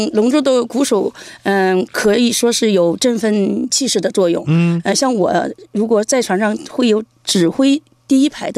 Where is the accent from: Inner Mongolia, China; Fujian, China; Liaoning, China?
Liaoning, China; Dalian; moved away as an adult; now in Beijing, China; 因为我算是一个北漂嘛，我的老家是大连的。